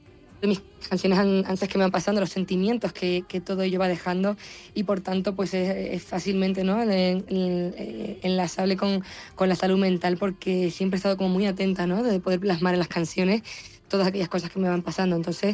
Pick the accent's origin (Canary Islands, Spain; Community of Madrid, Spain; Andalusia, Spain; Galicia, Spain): Canary Islands, Spain; La Palma; moved away; Me han dicho muchas veces que soy de allí, de Palma, pero soy de La Palma, en Canarias.